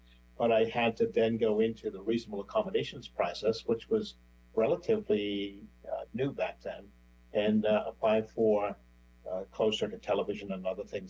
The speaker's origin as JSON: {"language": "English", "town": "Silver Spring", "region": "Maryland", "country": "United States", "said": "As I said, I'm from Silver Spring, Maryland, and I recently just retired from 47 years with the government."}